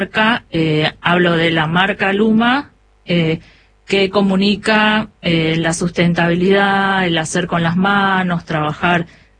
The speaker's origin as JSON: {"language": "Spanish", "town": "Avellaneda", "region": "Buenos Aires Province", "country": "Argentina", "tie": "born or raised there"}